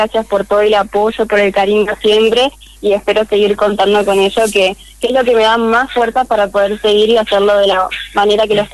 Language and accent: Spanish; Argentina; lo que somos los argentinos